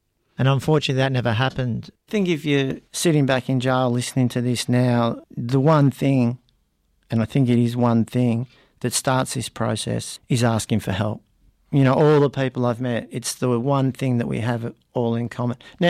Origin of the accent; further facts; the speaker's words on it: Melbourne, Victoria, Australia; I grew up in Melbourne, in a place called Seaford, which was a really horrible place. Tough housing commission area, you know, somewhere it'd be like Ayres or Mount Druitt in New South Wales. Burnt out cars, heavily policed.